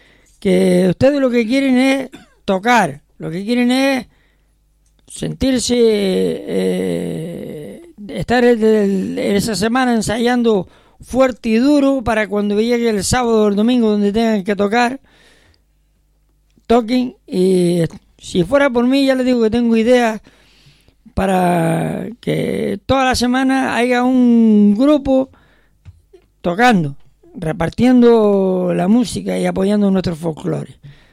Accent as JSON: {"language": "Spanish", "region": "Canary Islands", "country": "Spain", "said": "como canarios, sentirnos orgullosos de nuestro folclore"}